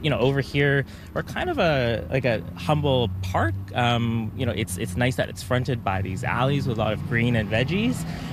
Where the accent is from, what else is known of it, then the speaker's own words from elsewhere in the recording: Vancouver, British Columbia, Canada; Yeah, so I grew up on Ontario Street, which a lot of people think that Main Street is that line that divides Vancouver's east and west sides. So I grew up there